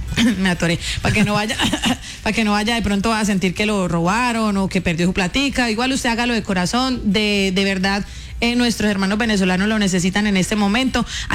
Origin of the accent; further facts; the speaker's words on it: Cali, Valle del Cauca, Colombia; nosotros como colombianos y como caleños